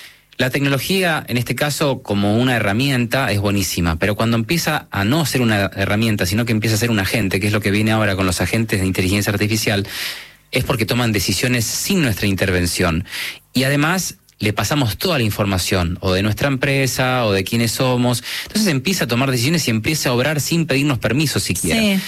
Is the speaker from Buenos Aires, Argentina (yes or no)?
yes; Buenos Aires, Argentina; accent: Argentine; no tengo muy el argentino, como que se nota, pero sí afuera se dan cuenta que soy argentino, porque tengo algo de acento, ¿no? Pero no es muy marcado.